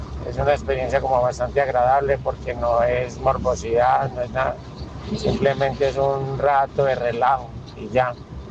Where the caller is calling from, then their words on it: Medellín, Antioquia, Colombia; de la Mancha Amarilla, por aquí trabajando, soy por Belén.